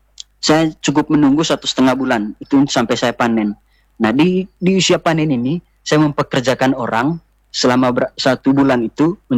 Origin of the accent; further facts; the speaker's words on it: East Nusa Tenggara, Indonesia; Kalau dari Manggarai Timur sendiri, rata-rata yang di kampung saya ya, di Manggarai Timur di kampung saya itu rata-rata ke Kalimantan, kerja di kebun sawit.